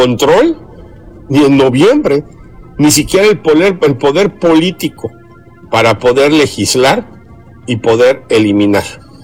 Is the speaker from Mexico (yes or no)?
yes; Mexico; moved away; lo digo contundentemente como mexicano que vive en el extranjero.